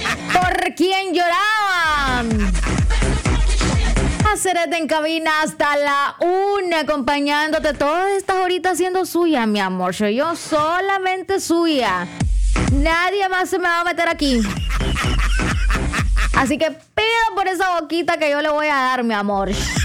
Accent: Nicaragua; Yo sé que somos nicas, no conocemos la puntualidad

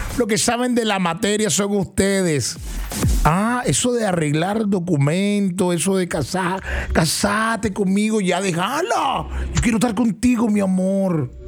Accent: Nicaragua; Nosotros los nicos ya tenemos un sazón

